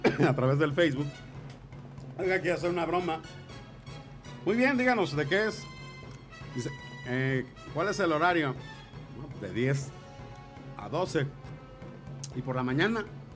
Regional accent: Mexico; Como somos los mexicanos.

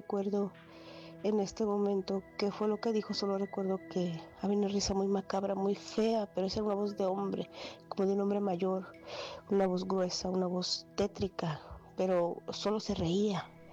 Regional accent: Cuernavaca, Morelos, Mexico; now in Indianapolis, United States; reportándome desde Indianapolis, Indiana. Yo soy de Cuernavaca, pero vivo aquí.

